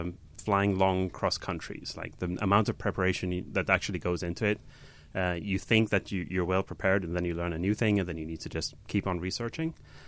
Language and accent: English; Sweden; moved away as an adult; now in Canada; I grew up in Sweden.